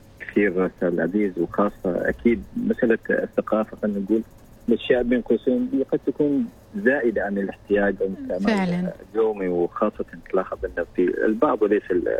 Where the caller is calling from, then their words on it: Sohar, Al Batinah North, Oman; حاليا أكلمكم من صحار.